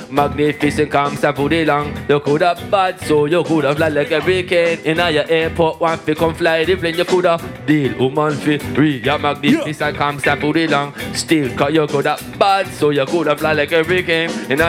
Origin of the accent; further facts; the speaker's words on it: California, United States